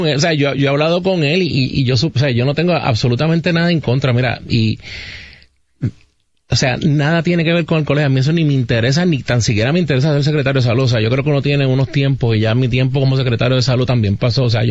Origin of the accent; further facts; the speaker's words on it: Puerto Rico; Como exsecretario, como funcionario, como puertorriqueño.